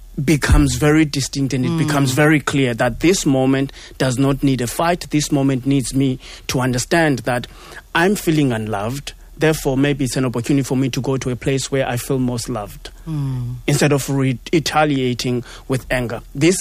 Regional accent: South Africa; as a South African

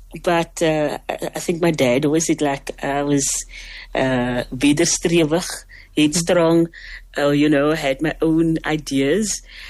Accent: Cape Town, Western Cape, South Africa; I grew up in Rocklands in Mitchell's Plain, and quite close to Monandi Beach.

